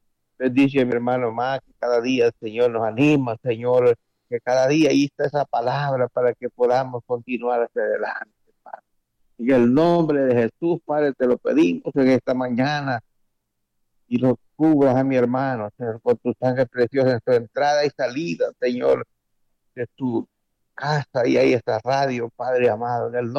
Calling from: San Lorenzo, Valle, Honduras; Hablamos de aquí de San Lorenzo

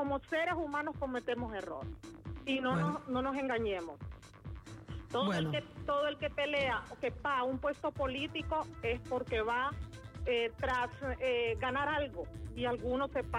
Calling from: Honduras; yo les pido como pueblo hondureño

